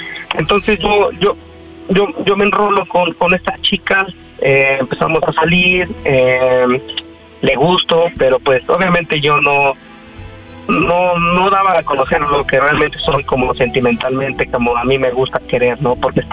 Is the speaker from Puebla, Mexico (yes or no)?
yes; Puebla, Mexico